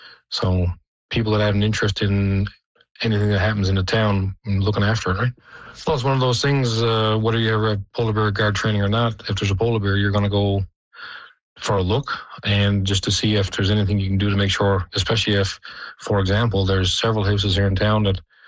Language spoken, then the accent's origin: English; Black Tickle, Newfoundland and Labrador, Canada; I grew up in Blacktickle, so, I mean, I can remember once going into my uncle's house and just getting in through the door and the polar bear walked past the door.